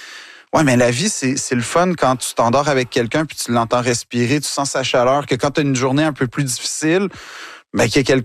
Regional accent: Quebec, Canada; Quand je dis que je suis Québécois jusqu'au bout des doigts, mais c'est je le sens à tous les jours.

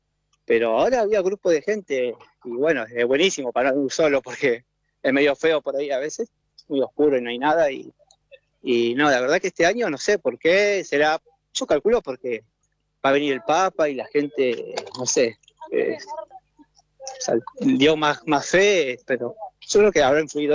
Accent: Pablo Nogués, Buenos Aires Province, Argentina; En Nogués, sí, hincha de San Miguel, pero soy de Nogués.

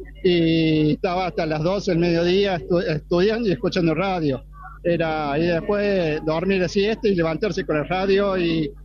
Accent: Córdoba, Argentina; moved away as an adult; also born or lived in Esperanza, Santa Fe; Nací en Córdoba, estudié en Córdoba mi primaria, mi secundaria.

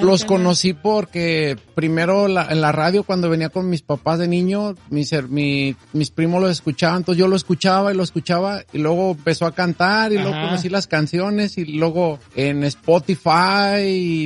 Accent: Guadalajara, Jalisco, Mexico; Venimos de Guadalajara, Jalisco.

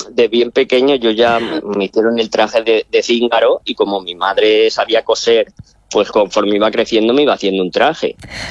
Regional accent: Morocco; Pero en el fondo soy marroquí.

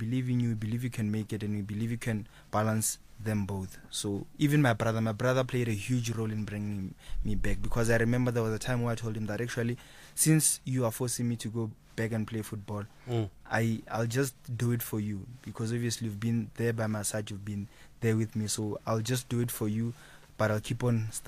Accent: Limpopo, South Africa; I'm from Limpopo, Ramamabolo, next to Moria. Next to Obri Mudiwa's place.

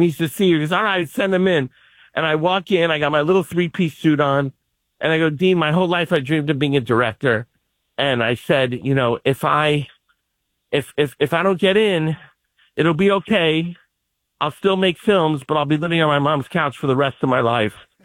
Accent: Miami Beach, Florida, United States; I grew up in Miami Beach. I lived in one house with my mom.

